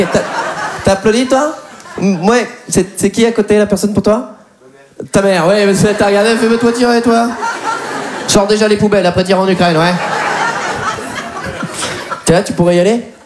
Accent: Poitiers, Nouvelle-Aquitaine, France; 29 ans. Moi, je viens de Poitiers.

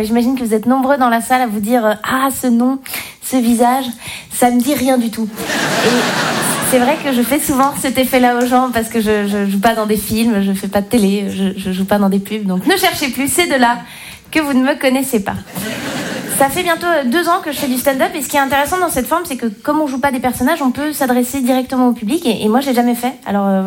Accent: Switzerland; Moi je suis Suisse.

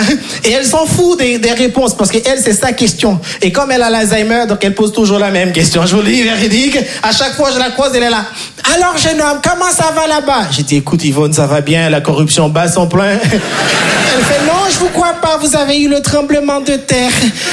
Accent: Haiti; Moi, je viens de Haïti.

